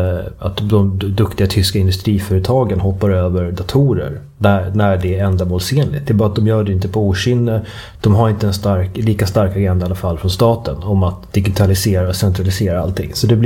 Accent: Sweden

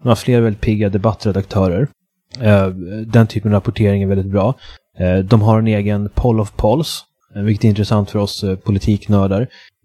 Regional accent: Uppsala, Uppsala County, Sweden; Det är mycket sorgligt nu för tiden för mig att läsa nyheter om min hemstad Uppsala.

